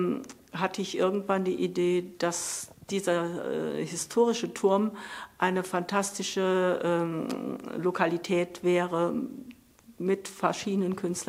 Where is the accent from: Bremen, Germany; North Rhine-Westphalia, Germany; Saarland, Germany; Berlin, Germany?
Saarland, Germany; St. Ingbert; Ich bin gebürtige St. Ingberterin